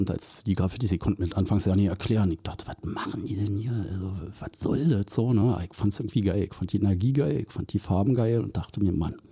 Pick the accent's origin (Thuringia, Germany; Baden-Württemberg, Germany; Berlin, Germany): Berlin, Germany; ich bin in der Nähe der Mauer aufgewachsen, da, in Schöneweide halt im hinteren Teil.